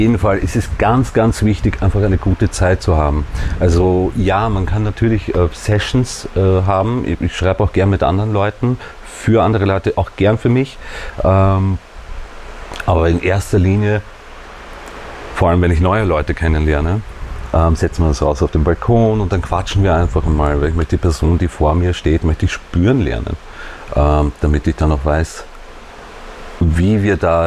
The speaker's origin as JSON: {"language": "German", "region": "Burgenland", "country": "Austria", "said": "weil ich bin ja aus dem Burgenland."}